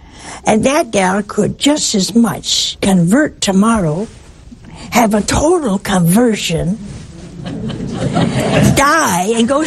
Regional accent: Ohio, United States; moved away; Oh, hey. That's my home state.

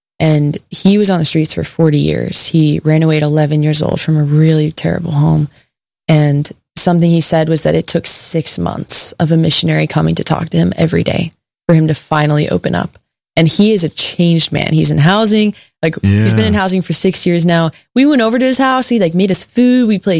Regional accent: Texas, United States

